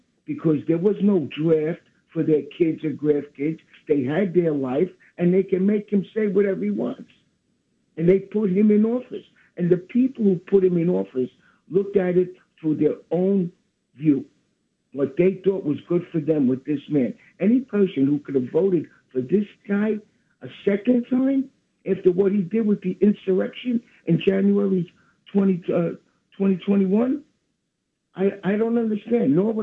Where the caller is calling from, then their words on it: New York City, New York, United States; from Brooklyn.